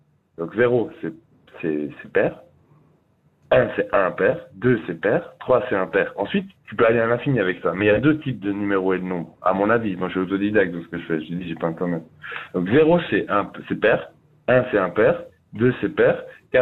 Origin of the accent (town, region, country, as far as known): Neuchâtel, Switzerland